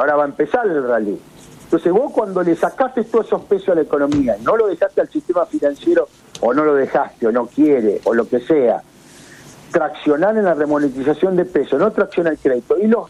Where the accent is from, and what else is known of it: Argentina